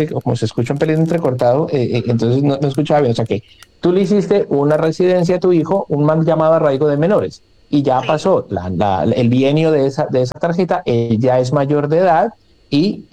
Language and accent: Spanish; Colombia; Recordemos que las personas que somos de origen colombiano podemos pedir a Migración Colombia un certificado de movimientos migratorios.